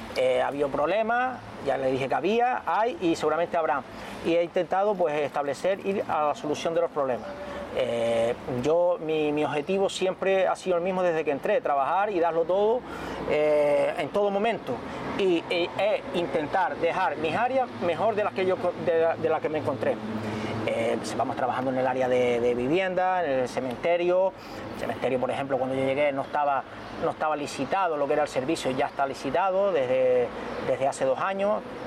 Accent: Tuineje, Canary Islands, Spain; en la plaza de mi pueblo, esta, donde uno ha jugado desde niño, donde te vio nacer, crecer, y bueno, aparte de ser el casco histórico del municipio de Tuineje

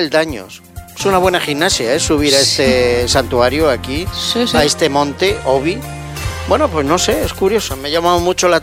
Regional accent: Spain; porque somos mira, españoles.

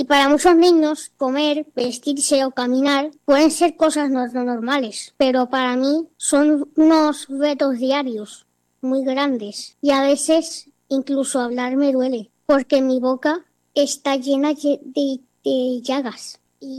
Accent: Seville, Andalusia, Spain; tengo 12 años, soy de Sevilla, en España

